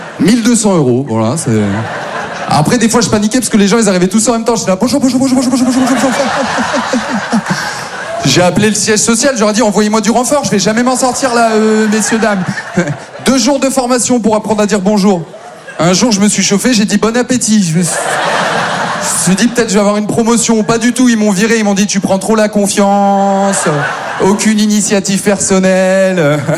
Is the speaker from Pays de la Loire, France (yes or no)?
no; Maubeuge, Hauts-de-France, France; now in Paris, France; Moi, je viens de Maubeuge.